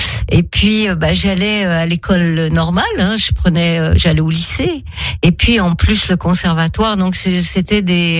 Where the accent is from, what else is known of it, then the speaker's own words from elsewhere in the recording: Quebec, Canada; also born or lived in Paris; de Paris, nous sommes partis en Abitibi-Témiscamingue, qui est une région minière au Québec, entre Montréal et la baie de James, la baie d'Hudson.